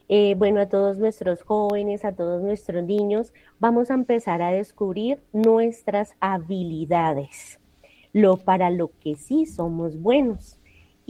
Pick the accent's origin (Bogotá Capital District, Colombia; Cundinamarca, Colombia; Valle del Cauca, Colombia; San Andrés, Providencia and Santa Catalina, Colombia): Bogotá Capital District, Colombia; Bogotá; Estoy en Bogotá. Sí, llevo toda mi vida, soy bogotanita